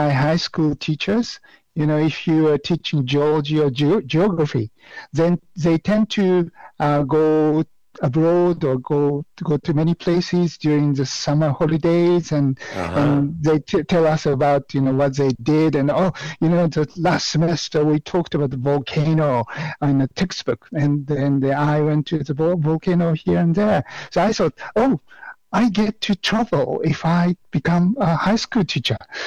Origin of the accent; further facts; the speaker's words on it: Tokyo, Japan; I was born in Tokyo and raised in Tokyo.